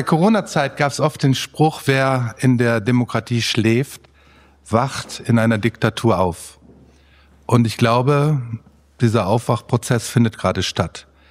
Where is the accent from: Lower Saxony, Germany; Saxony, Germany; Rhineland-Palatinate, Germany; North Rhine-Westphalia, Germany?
North Rhine-Westphalia, Germany; Hagen; von 2004 bis 2009 lief das Projekt in Hagen, in meiner Heimatstadt.